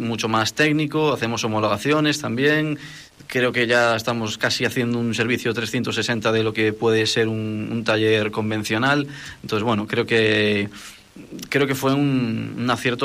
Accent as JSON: {"language": "Spanish", "town": "Cedeira", "region": "Galicia", "country": "Spain", "also_born_or_lived": "Ortigueira", "lives_now": "Ferrol, Spain", "said": "desde Ortigueira, desde Ferrol, que también vivo en Ferrol, ando de un lado para otro, la verdad, pero bueno, también soy de Cedeira"}